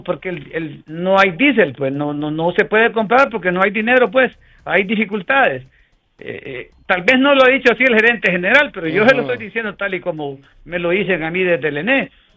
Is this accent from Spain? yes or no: no; Honduras; nosotros como hondureños nos hemos quedado rezagados